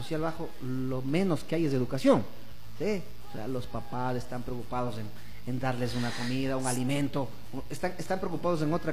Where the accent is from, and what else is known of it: Ecuador